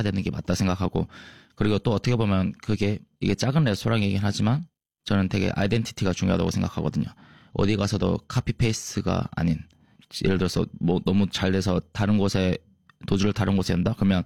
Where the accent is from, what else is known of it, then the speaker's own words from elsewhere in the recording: South Korea; 근데 하지만 저는 한국에서 자라왔기 때문에 그런 맛 경험들이 다 제 기억 속에 있기 때문에